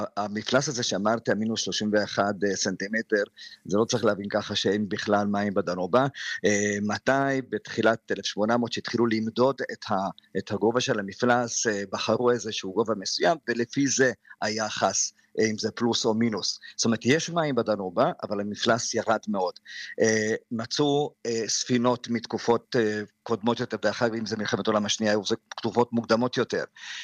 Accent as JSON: {"language": "Hebrew", "country": "Hungary", "tie": "born or raised there", "said": "אני גדלתי בהונגריה"}